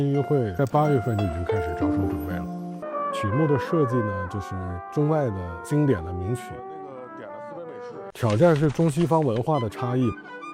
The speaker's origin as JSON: {"language": "Chinese", "region": "Jilin", "country": "China", "tie": "born or raised there", "said": "丰乐剧场说起来很有意思，因为我小时候就是在那个区域长大的，无数次的从丰乐剧场路过"}